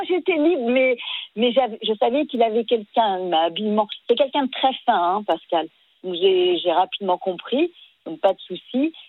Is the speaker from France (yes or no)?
yes; Pays de la Loire, France; Ah, moi, je viens de l'ouest de la France.